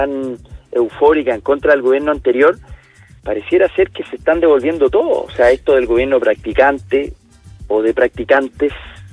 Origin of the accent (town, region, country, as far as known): Chile